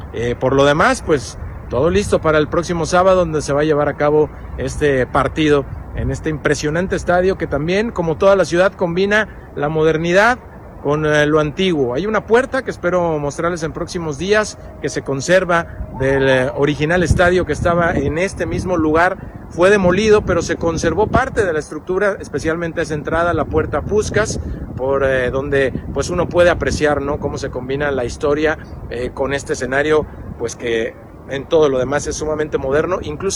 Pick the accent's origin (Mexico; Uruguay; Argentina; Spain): Mexico; a quien le mencionamos que venimos de México, fíjate que luego sacan como referencia a Cancún y la Riviera Maya